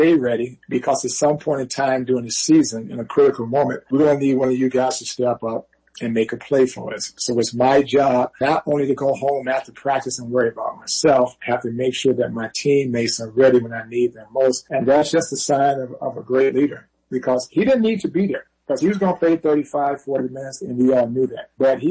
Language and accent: English; Flint, Michigan, United States; I can remember as a kid growing up in Flint, Michigan